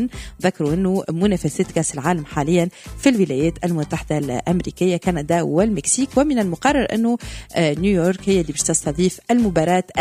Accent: Tunisia; نحكيو على بلدي تونس

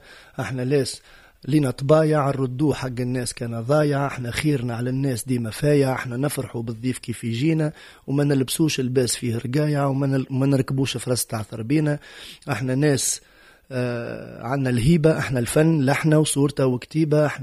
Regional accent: Tunisia; انا مواطن، مواطن تونسي، مواطن تونسي

